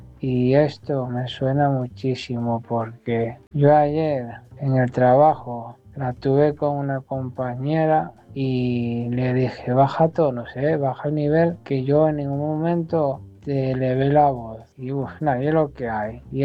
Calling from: Asturias, Spain; Hola, buenas noches … desde Asturias.

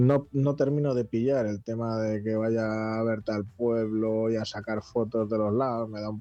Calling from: Palencia, Castile and León, Spain; de Palencia

